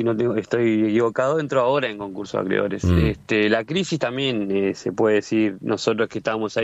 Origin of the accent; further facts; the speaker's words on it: Concepción del Uruguay, Entre Ríos, Argentina; Yo soy de Concepción del Uruguay, Entre Ríos, trabajador de planta La China, acá ubicada en Concepción